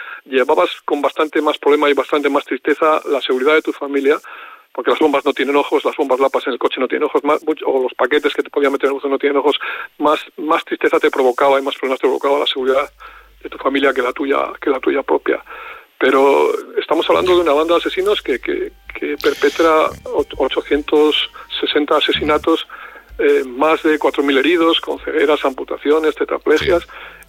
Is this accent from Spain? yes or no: yes; Bilbao, Basque Country, Spain; born there; Yo soy producto de la inmigración. Yo nací en Bilbao, pero vamos, tendría serios problemas por mis orígenes de inmigrante, de mi familia que fue a trabajar allí.